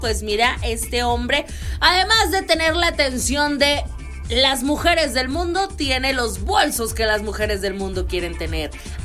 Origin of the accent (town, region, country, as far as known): Mexico